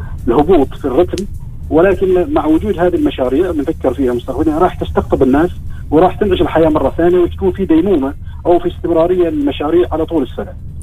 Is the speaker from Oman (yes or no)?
yes; Oman; وهذه شهادة نفتخر فيها احنا كأصحاب مشاريع واحنا كعمانيين بصورة عامة.